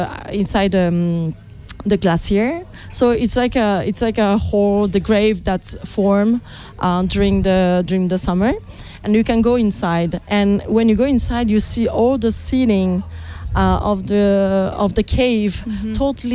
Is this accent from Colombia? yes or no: no; Japan; English is a second language; I'm from Japan, so I'm pointing Europe as a different part of geographically mm-hmm. on Earth from where I come from.